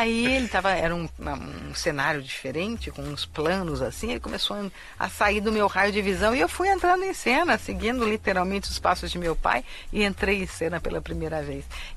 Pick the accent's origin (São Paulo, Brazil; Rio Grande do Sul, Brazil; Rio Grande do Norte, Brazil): São Paulo, Brazil; born or raised there; also born or lived in Rio de Janeiro / Curitiba